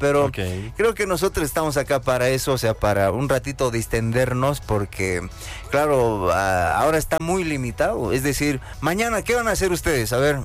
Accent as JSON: {"language": "Spanish", "region": "La Paz", "country": "Bolivia", "said": "los paseños, los bolivianos"}